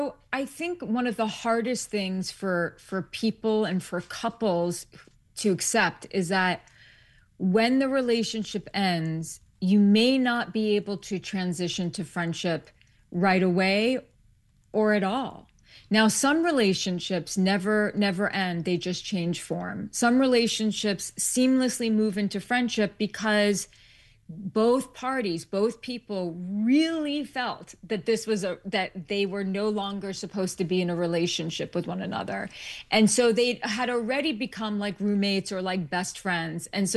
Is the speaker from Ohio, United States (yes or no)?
no; New York City, New York, United States; I lived my whole life in New York City. Yeah, I lived my entire life in New York City. I'm a New York City girl.